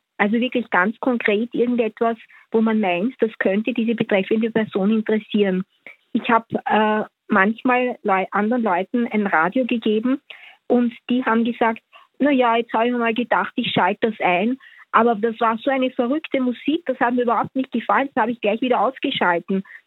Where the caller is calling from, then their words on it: Vienna, Austria; Ich rufe aus Wien an.